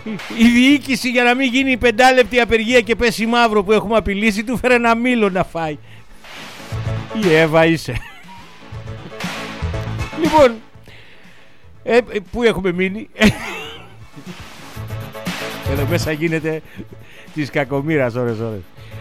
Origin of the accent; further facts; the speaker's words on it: Western Greece, Greece; στην πατρίδα μου απέναντι την Έτωλο Ακαρνανία.